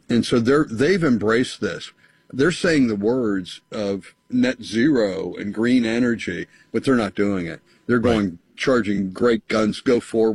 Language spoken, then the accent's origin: English; Pennsylvania, United States; We see that I'm from my home state of Philadelphia or of Pennsylvania